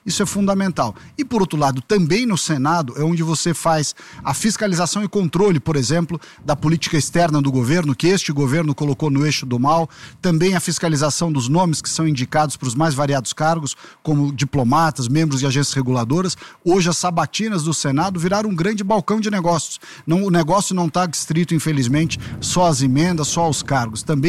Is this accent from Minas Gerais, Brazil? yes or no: no; São Paulo, Brazil; born there; eu sou paulista, conheço São Paulo, os problemas de São Paulo, tenho São Paulo no meu coração. Nasci aqui, de uma família paulista, moro aqui, meus filhos estão aqui, conheço São Paulo da palma da mão.